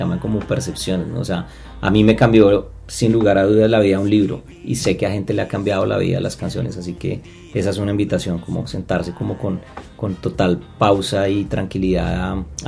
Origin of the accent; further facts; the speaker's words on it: Tunja, Boyacá, Colombia; es como la más conectada con mis raíces colombianas, es un homenaje, yo soy de Tunja y tengo también familia de Santander